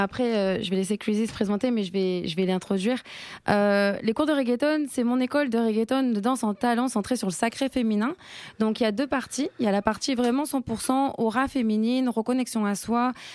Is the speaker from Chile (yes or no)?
yes; Chile; now in France; je suis originaire du Chili.